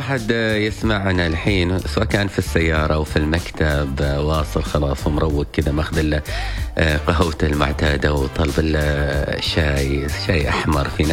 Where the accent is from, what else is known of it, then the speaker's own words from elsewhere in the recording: Oman; بلدنا عمان الغالي